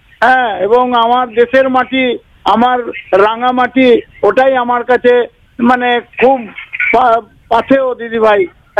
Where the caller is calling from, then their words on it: Bankura, West Bengal, India; আমার যেখানে বাড়ি বাঁকুড়ায়, আমি চাই যে আমার বাড়ি ছেড়ে আমি কোথাও যাব না